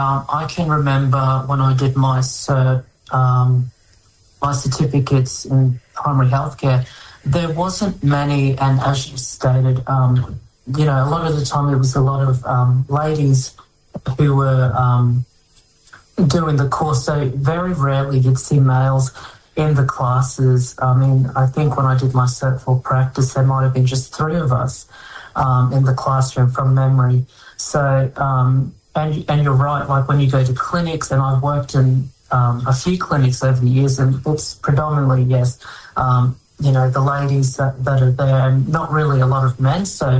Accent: Bundaberg, Queensland, Australia; I grew up in Bundaberg, my hometown. That's where I started my journey as an Aboriginal health worker trainee.

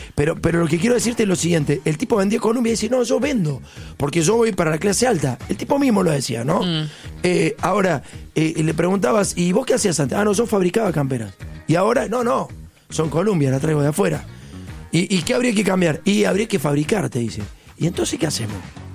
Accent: Córdoba, Argentina; Yo vengo de Córdoba y la verdad que no reconozco zonas históricas.

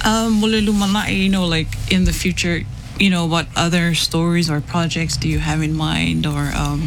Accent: Savai'i, Samoa; Because I'm from Savai. Because I've seen it. It's a beautiful place

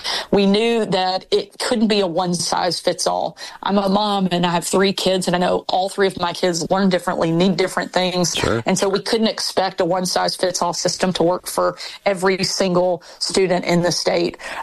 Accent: Arkansas, United States; born or raised there

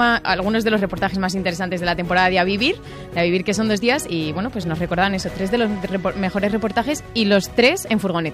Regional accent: Gabaldón, Castilla-La Mancha, Spain; Gabaldón, en Cuenca está.

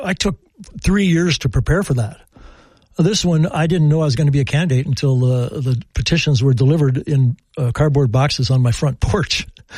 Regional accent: Maquoketa, Iowa, United States; also born or lived in Postville, Iowa; now in Cedar Rapids, United States; I love Northeast Iowa. This is where I'm from. I was born in Postville, raised in Maquoketa, live in Cedar Rapids.

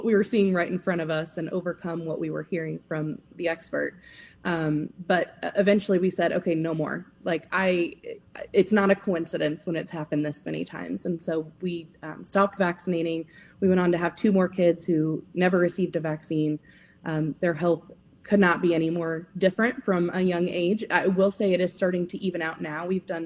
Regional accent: Indiana, United States; born there; my home state of Indiana.

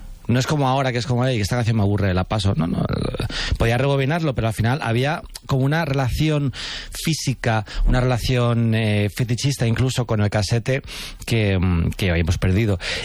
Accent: Alcorcón, Community of Madrid, Spain

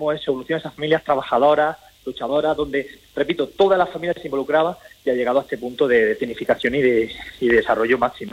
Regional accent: El Ejido, Andalusia, Spain; nosotros, si me permite, somos nacidos y criados en el Ejido, conocemos más o menos todo lo que es el desarrollo del mundo agro

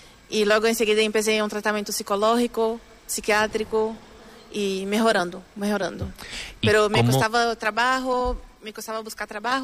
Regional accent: Brazil; moved away as an adult; now in Teruel, Spain; soy brasileña.

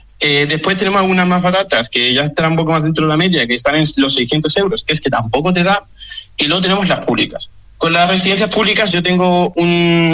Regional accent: Mérida, Extremadura, Spain; Yo no quiero irme fuera, yo soy de Mérida y soy un meritense muy orgulloso.

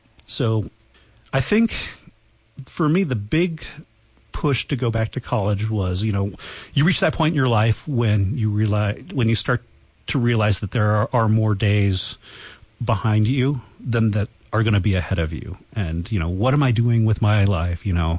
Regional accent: Colorado, United States; born there; also born or lived in St. Ignatius, Montana; now in Gunnison, United States; I grew up on the Front Range for a little bit, and then I moved to Montana. I lived in a very small town

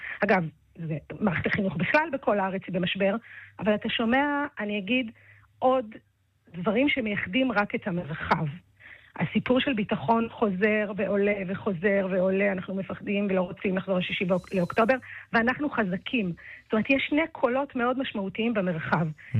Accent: Ramla, Central District, Israel; now in Mazkeret Batya, Israel; אני נולדתי וגדלתי ברמלה.

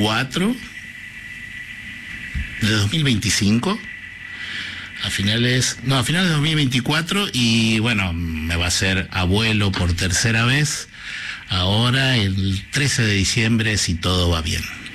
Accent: Paraná, Entre Ríos, Argentina; also born or lived in Mendoza; Yo nací en Mendoza, pero mi papá era militar, era de Fuerza Aérea, y fueron a buscar unos aviones a Inglaterra, a los Canberra, ¿no? Algunos los conocerán, y eso nos llevó después a vivir en Paraná.

